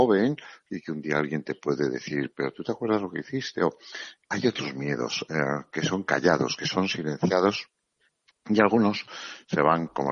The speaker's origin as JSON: {"language": "Spanish", "region": "Navarre", "country": "Spain", "tie": "born there", "said": "yo que nací en Navarra y he corrido encierros"}